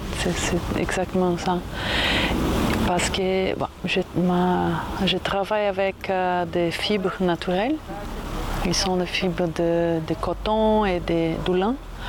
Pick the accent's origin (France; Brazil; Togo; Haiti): Brazil; French is a second language; je viens de Brésil et j'étais ici pendant l'été pour une résidence de 2 mois